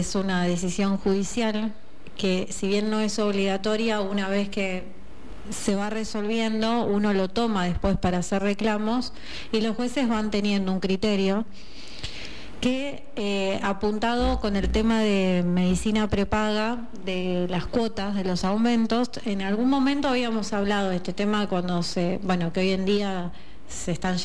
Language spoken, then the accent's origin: Spanish; Argentina; El argentino es soberbio, somos soberbios.